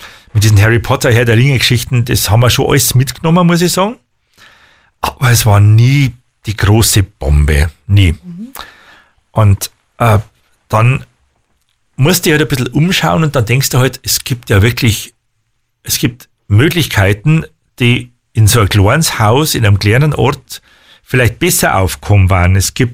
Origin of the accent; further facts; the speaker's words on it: Bavaria, Germany; accent: slightly Upper Palatinate; Ich kriege, wie gesagt, dass mein Dialekt ein bisschen ins Oberpfälzerische rein ist. Es mag vielleicht sein, aber ich gehöre schon original zu Oberbayern.